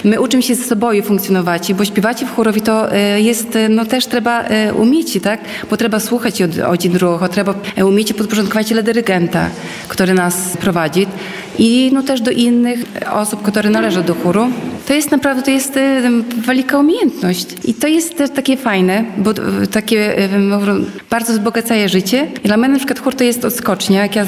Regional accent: Łosinka, Podlaskie Voivodeship, Poland; now in Hajnówka, Poland; ja na przykład dojeżdżam z Hajnówki, ale pochodzę z Łosinki i też jakby, no, związana no, sercem z Łosinki, tak, bo tutaj wychowała się, tutaj chodziła do szkoły, tutaj rodzice żyli

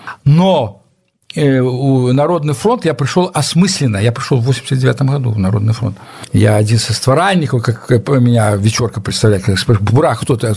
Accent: Vawkavysk, Grodno Region, Belarus; born or raised there; Russian is a second language; moved away as an adult; now in Moscow, Russia

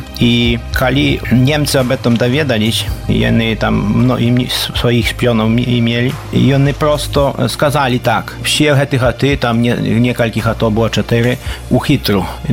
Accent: Podlaskie Voivodeship, Poland; also born or lived in Warsaw; Мой дед этот Спиридон в 1926 году тут купил эту землю. Так что мы уже, скажем, 90 годов в этом месте.

